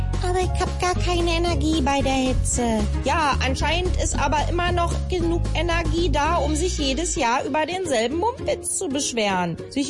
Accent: Germany; Als Deutscher muss man ja prinzipiell immer meckern.

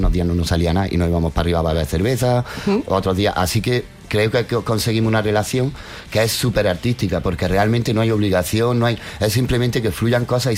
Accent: Granada, Andalusia, Spain; now in La Zubia, Spain; yo soy granadino

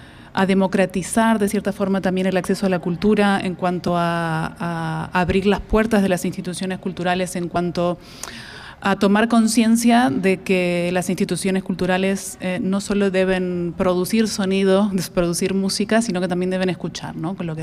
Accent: Argentina; Bueno, soy de Argentina y, como bien lo has dicho, pero la mayoría también de mi trabajo en este área se ha dado en Brasil y en Nueva Zelanda.

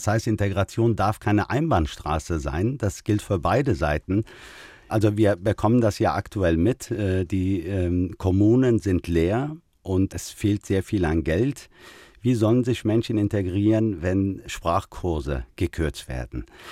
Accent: Germany; Ich gehöre in diese Gesellschaft. Ich bin Deutscher. Aber ich habe auch eine Identität.

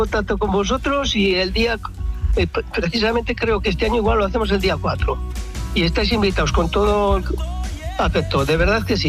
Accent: Ezcaray, La Rioja, Spain; Vamos a ver, yo soy de Ezcaray.

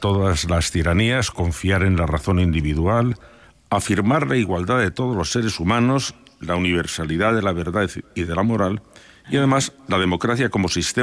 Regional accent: Toledo, Castilla-La Mancha, Spain; la Escuela de Traductores de Toledo, que es mi tierra.

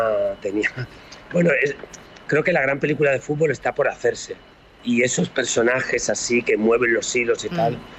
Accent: Málaga, Andalusia, Spain; Con 14 años, aparte yo que soy de Málaga, pues Málaga era una sede. Me acuerdo que fui a la Rosaleda a ver Rusia-Escocia

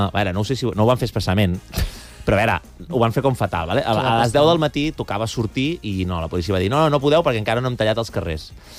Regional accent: Terrassa, Catalonia, Spain; jo soc de Terrassa.

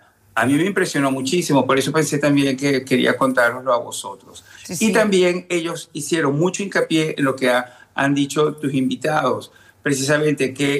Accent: Caracas, Capital District, Venezuela; born there; La zona donde viven mis padres y donde yo nací, el este de Caracas, es uno de los sitios más afectados de Caracas.

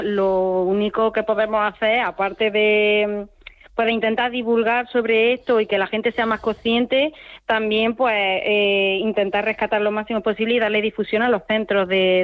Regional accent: Villacarrillo, Andalusia, Spain; cuando voy de visita a mi pueblo, en Villacarrillo, allí en Jaén

